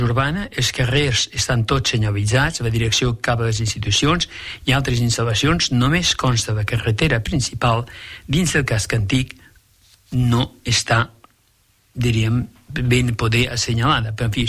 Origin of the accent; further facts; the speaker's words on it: Tamarit de Llitera, Aragon, Spain; moved away; m'he criat en la Franja de Ponent i molt veí a casa vostra, perquè m'he criat a Tamarit